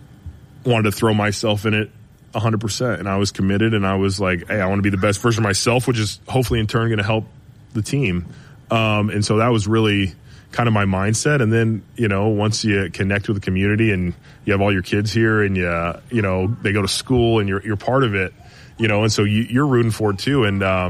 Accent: California, United States; now in Cleveland, United States; Yeah, you know, I am from Southern California, but I think if you look at my background and family, like, it's based off of, like, blue-collar hard work.

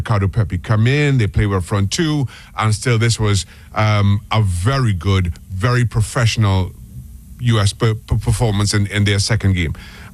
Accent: Trinidad & Tobago; And listen, I am not American. I grew up in Trinidad Tobago. I played my football there.

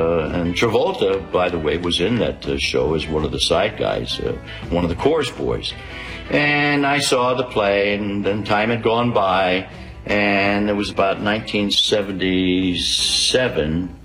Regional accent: Philadelphia, Pennsylvania, United States; she thinks it's a kid that I grew up with in South Philly, a lot of Italian kids thought it was Bobby De Niro

